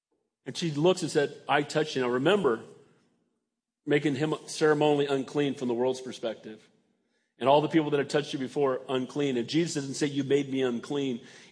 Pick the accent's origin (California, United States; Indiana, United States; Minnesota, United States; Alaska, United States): California, United States; San Bernardino; born there; I said, you know, I was born in San Bernardino.